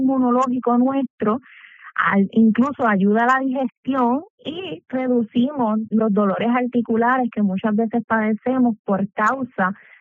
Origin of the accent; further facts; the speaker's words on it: Puerto Rico; Somos una población puertorriqueña carnívora